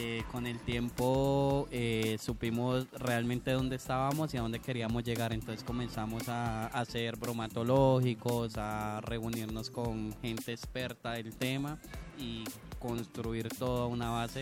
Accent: Cali, Valle del Cauca, Colombia; somos caleños

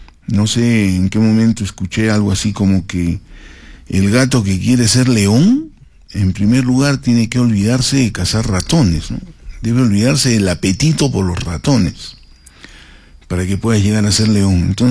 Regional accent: Arequipa, Peru; como cualquier arequipeño mortal, como nosotros, digamos, los taxistas

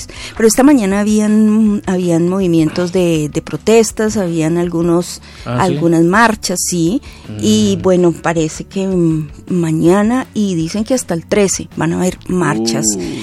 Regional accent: Colombia; ¿Pero por qué se la va a quitar si seguimos siendo colombianos, así no, gane o pierda?

